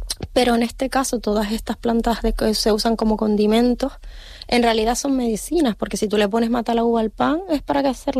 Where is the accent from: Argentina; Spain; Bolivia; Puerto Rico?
Spain; Canary Islands; Ya sé lo que soy, José, sí, Gregorio, soy, sí, meta canaria.